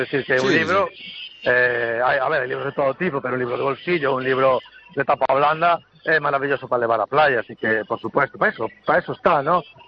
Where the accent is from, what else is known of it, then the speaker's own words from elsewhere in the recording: Bañobre, Galicia, Spain; se o digo polo meu pueblo, non, Bañobre, quer dicir, non somos nin concello, temos unha verbena, non?